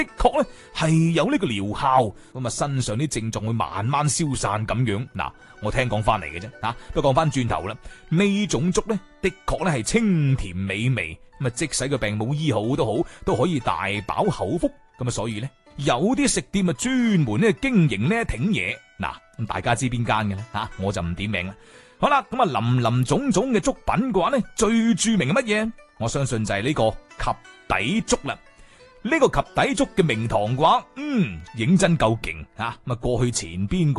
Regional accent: Guangzhou, Guangdong, China; 我哋廣州人

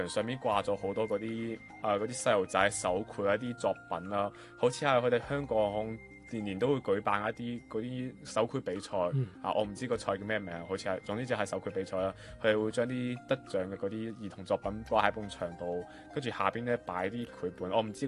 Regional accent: Macau; moved away as an adult; now in Guangzhou, China; Hello 啊，各位，

